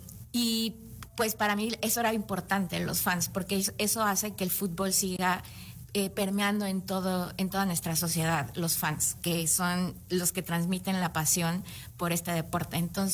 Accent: Toluca, State of Mexico, Mexico; moved away as an adult; now in Caribbean; yo soy mexicana, nací en Toluca, Estado de México, y estuve estudiando ahí hasta la universidad.

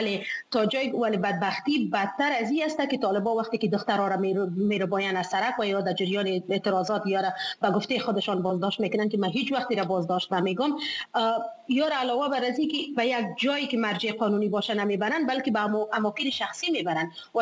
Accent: Afghanistan; ما شما هم اگه از افغانستان هستیم و یک همه ما شما در افغانستان تولد شدیم کلان شدیم

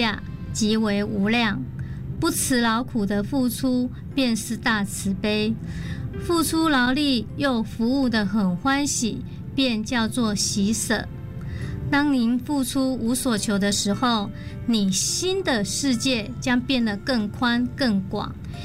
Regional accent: Luzhou, New Taipei, Taiwan; 大家好，

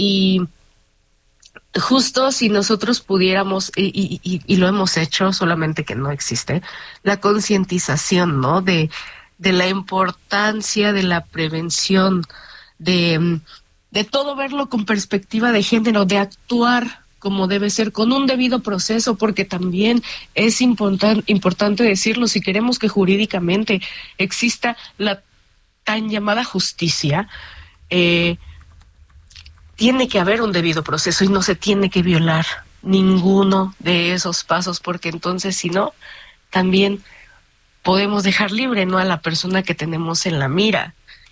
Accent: Mexico; No afirmamos nosotras, como mexicanas, pero tal vez también nosotras ya estamos un poco sesgadas porque aquí vivimos

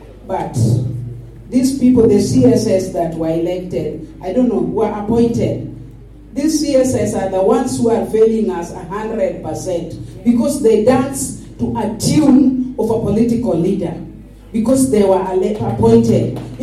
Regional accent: Kisumu County, Kenya; from Kisumu County, from representing justice centers and women.

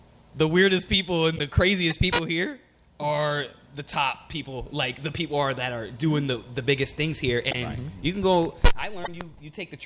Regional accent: Florida, United States; now in New York, United States; I am from Florida.

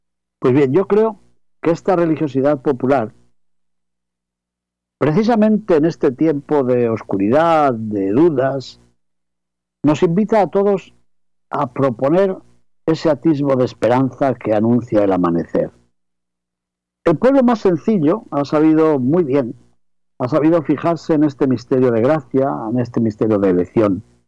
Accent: Spain; No solamente en mi país, en España, desde donde estoy meditando en este misterio, sino en otros muchos países que conozco

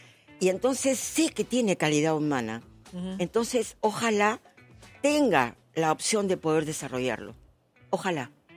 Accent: Peru; sí, soy peruana.

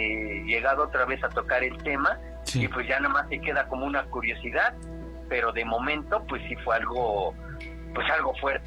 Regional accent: Mexico City, Mexico; de la Ciudad de México.

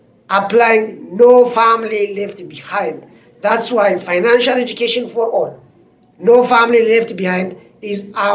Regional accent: Ethiopia; English is a second language

